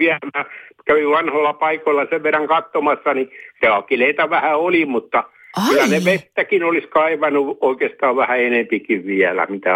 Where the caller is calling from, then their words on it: Orivesi, Pirkanmaa, Finland; tuonne Oriveden Hirsilään, mistä minä olen lähtöisin